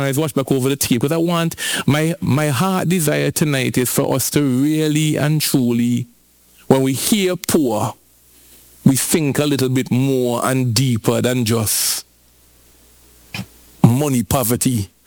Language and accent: English; Antigua & Barbuda; I'm so glad I come from Antigua. Nobody can deport me.